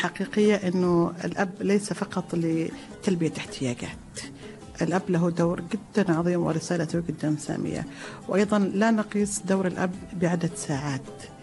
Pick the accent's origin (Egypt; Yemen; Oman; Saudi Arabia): Oman; Dhofar; accent: Dhofari; بلهجتنا الظفارية، نعم.